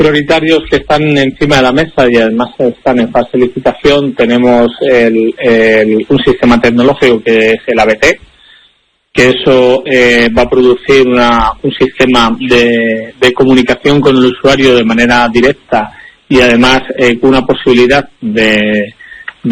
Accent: Arganda del Rey, Community of Madrid, Spain; Yo soy del municipio de Madrid, de Arganda del Rey.

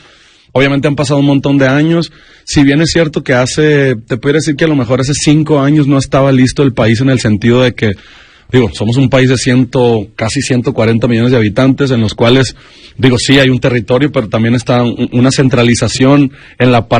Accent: Mexico; Pues mira, al final de cuentas, nosotros siempre como mexicanos estamos

